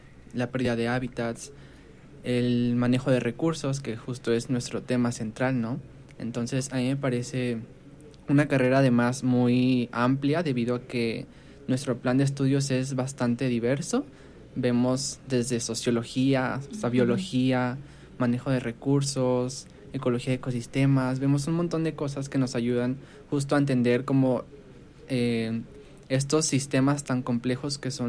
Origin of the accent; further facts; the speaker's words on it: Jocotepec, Jalisco, Mexico; Yo vengo de Jocotepec, Jalisco.